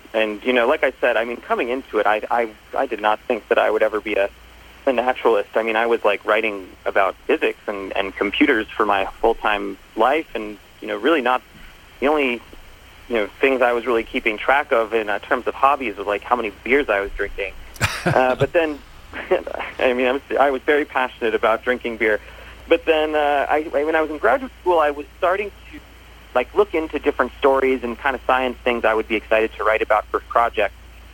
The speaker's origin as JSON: {"language": "English", "region": "New York", "country": "United States", "moved": "as an adult", "said": "I was from New York, and I thought, you know, I'm from a you know, really big city, but I haven't really experienced that much life outside of the city."}